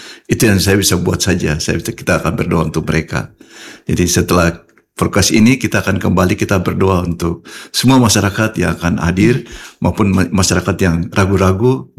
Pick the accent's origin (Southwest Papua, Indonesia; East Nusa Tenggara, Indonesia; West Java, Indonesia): Southwest Papua, Indonesia; Sorong; saya ya, emang orang Sorong juga lahir di Sorong.